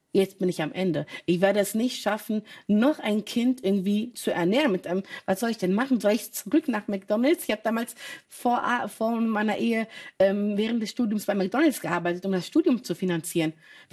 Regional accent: Germany; ich bin ja sehr westlich aufgewachsen. Ich bin da in Deutschland aufgewachsen.

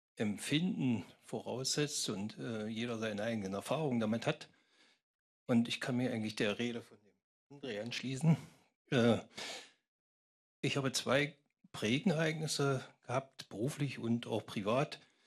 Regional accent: Wernigerode, Saxony-Anhalt, Germany; also born or lived in Magdeburg; Ich bin viele Jahre, oder ich bin in Wernigerode-Blankenburg aufgewachsen, war viele Jahre in Magdeburg zu Hause und bin jetzt wieder zurück.

